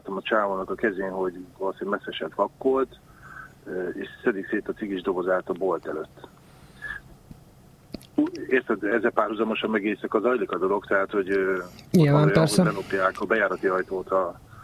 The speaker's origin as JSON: {"language": "Hungarian", "region": "Budapest", "country": "Hungary", "tie": "born or raised there", "moved": "yes", "said": "én is egyébként nagy tétényi gyerek vagyok"}